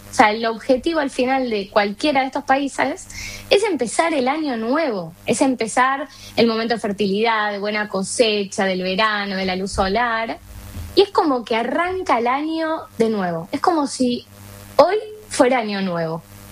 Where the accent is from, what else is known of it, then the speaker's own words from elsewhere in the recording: Argentina; also born or lived in Spain; now in Sweden; como yo soy argentina y viví en España